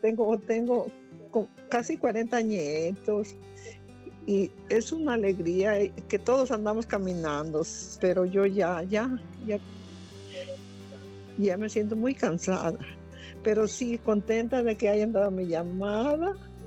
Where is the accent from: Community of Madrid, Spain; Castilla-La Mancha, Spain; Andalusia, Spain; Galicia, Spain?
Galicia, Spain; Santiago de Compostela; Yo soy de Compostela, no le dije.